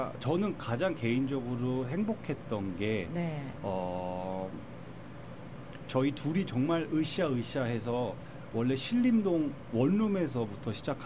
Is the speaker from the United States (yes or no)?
yes; Los Angeles, California, United States; 제가 미국에서 어린 유년 시절을 보냈을 때 부모님도 항상 코리안 프라이드를 알려주셨어요. 너희는 너는 정말 머리 좋고 정말 부지런하고 최고 잘난 대한민국 사람의 자손이다.